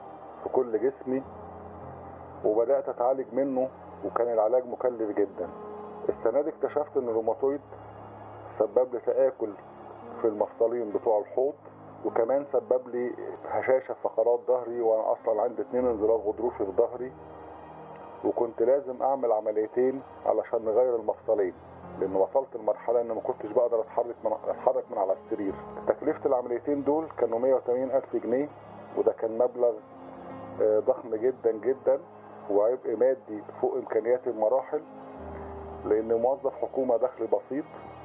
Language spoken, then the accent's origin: Arabic; Egypt; أنا من مصر.